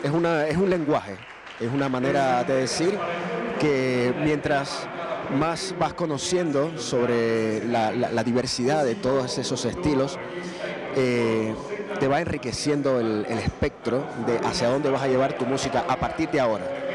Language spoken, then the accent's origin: Spanish; Guantánamo, Cuba; moved away; en mi tierra guantanamera hay unos ritmos allá